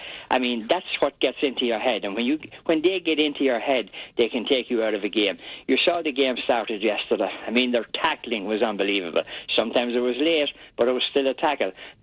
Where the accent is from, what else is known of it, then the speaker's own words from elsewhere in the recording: Ireland; Yeah, I'm Irish. I don't understand that.